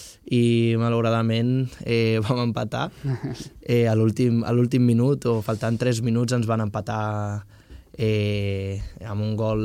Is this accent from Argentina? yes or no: no; Brazil; first language Portuguese; Catalan is a second language; moved away; also born or lived in Madeira; El portuguès, com soc brasiler, doncs el domino